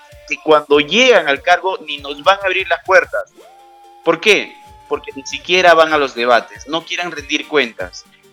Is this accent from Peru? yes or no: yes; Peru; las personas que venimos del Perú profundo